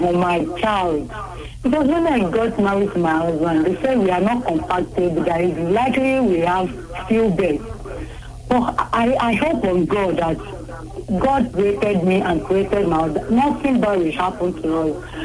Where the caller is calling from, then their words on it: Akpata, Nigeria; I'm calling from Akpata.